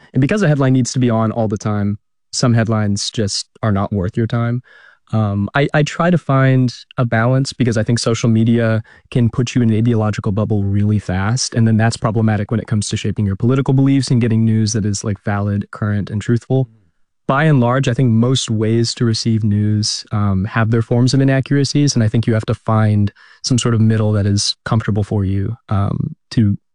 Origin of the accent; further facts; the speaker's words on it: Oklahoma, United States; So I'm from Oklahoma. In there, Republican primaries are closed